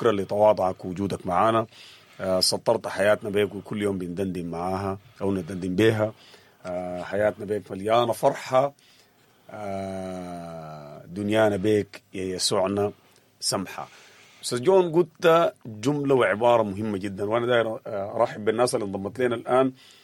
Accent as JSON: {"language": "Arabic", "country": "Sudan", "said": "معاناتنا كسودانيين. حقيقي تعبنا من دوامة استمرار الحروب في بلدنا السودان"}